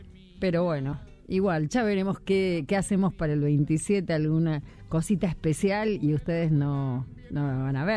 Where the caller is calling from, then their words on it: Chazón, Córdoba, Argentina; de Chazón, los escucho siempre, les mando un abrazo